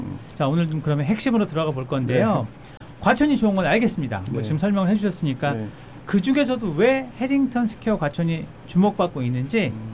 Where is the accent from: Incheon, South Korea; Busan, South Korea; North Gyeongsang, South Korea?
Incheon, South Korea; 제 원래 고향이 인천이거든요.